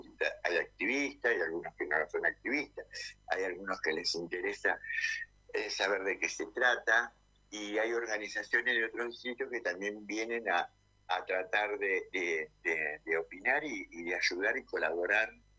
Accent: José C. Paz, Buenos Aires Province, Argentina; Yo soy oriunda igual de José C. Paz. Nací en José C. Paz

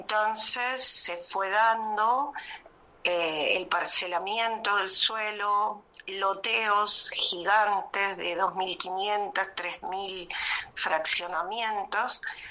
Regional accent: San Luis, Argentina

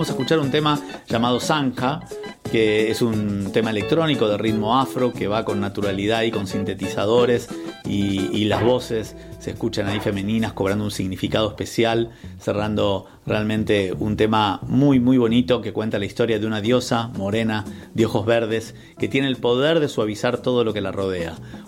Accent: Brazil; muchos recuerdos entrañables de mi familia, de mis amigos, de mi infancia en Brasil.

